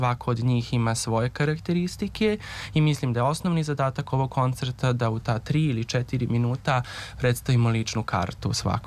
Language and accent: Serbian; Negotin, Southern and Eastern Serbia, Serbia; potičem iz Mokranjčevog kraja. U mom rodnom gradu Mokranjac je proveo gimnazijske dane i ja sam kao dete mnogo puta bio na Mokranjčevim danima